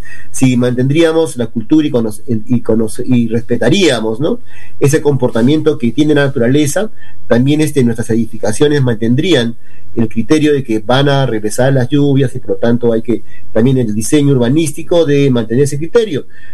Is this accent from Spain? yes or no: no; Tacna, Peru; Quienes somos de Tacna o viven en Tacna muchos años